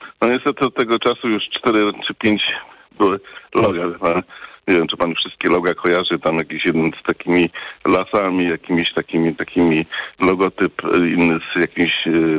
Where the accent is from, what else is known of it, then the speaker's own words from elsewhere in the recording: Lubusz Voivodeship, Poland; born there; tak jak ja staram się moją małą ojczyznę promować na wszystkie możliwe sposoby w naszej ambasadzie tutaj na ziemi lubuskiej.